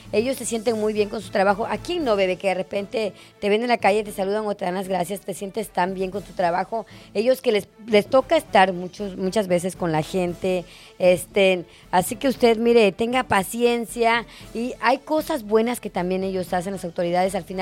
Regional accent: Mexico

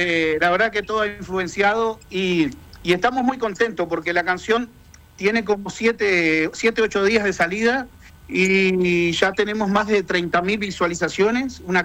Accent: Uruguay; now in United States; los uruguayos que estamos en el exterior estamos viviendo

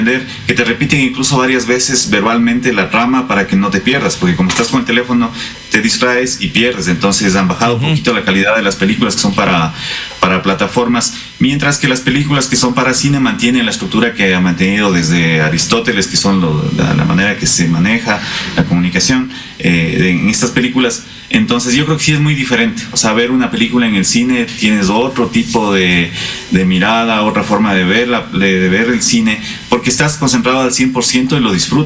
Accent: Ecuador; en el Ecuador nuestro mercado es súper pequeñito

